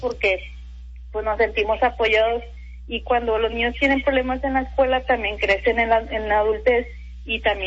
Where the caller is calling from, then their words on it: Mexico; yo soy de la Indepe Huepaje.